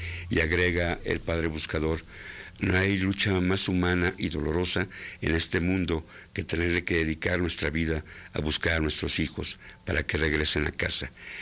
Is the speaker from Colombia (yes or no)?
no; Mexico; también soy mexicano, como todas las familias que buscamos